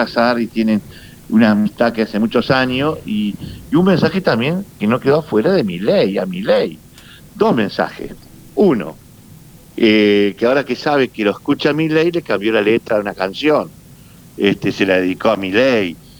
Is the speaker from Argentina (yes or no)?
yes; Santa Fe, Argentina; soy de Santa Fe. Bueno, Rosario.